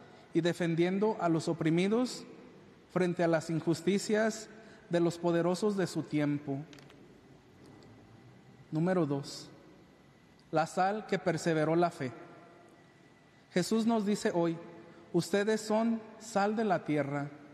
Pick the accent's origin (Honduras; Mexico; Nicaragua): Mexico; Jalpa; moved away; Yo salí de Jalpa el 2001 y no recuerdo si en ese entonces pues mi fe se volvió insípida, porque los últimos años que estuve aquí a lo mejor no venía a las cosas de la iglesia.